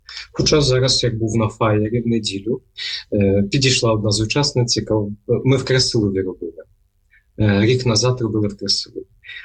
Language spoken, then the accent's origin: Ukrainian; Irshansk, Zhytomyr Oblast, Ukraine; also born or lived in Perm, Russia; я народився на Уралі, Пермь. Три роки. Коли мені було 3 роки, батьки назад повернулися в 86-му році, і вже в Іршанську, там ми по обміну мали жити, там проживав.